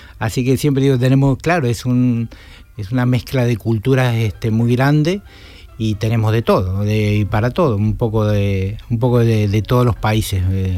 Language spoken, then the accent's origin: Spanish; Argentina; Eso es demasiado fuerte para nosotros los argentinos.